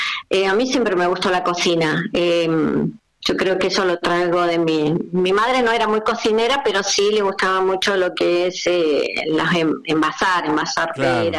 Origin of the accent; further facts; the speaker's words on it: Fernández Oro, Río Negro, Argentina; Somos 12 personas, 11 personas de Allen, son de Allen y Fernández Oro. Bien. Somos tres de Fernández Oro, de … …, …